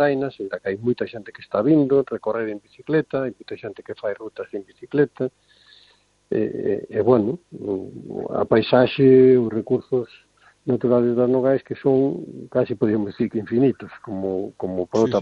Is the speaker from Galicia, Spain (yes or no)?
yes; Galicia, Spain; pois, é o típico de Galicia, e o que somos os galegos, non? Comer, beber, festa, rachada, e hasta que o corpo aguante.